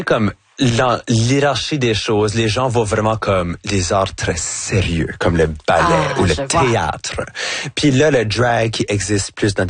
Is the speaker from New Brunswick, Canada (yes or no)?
yes; New Brunswick, Canada; accent: Chiac; avec mon accent, avec mon chiac, pour moi, c'est comme, ah, ben, c'est bien plus fun parce que là, tout d'un coup, je peux comme apporter l'Acadie avec moi partout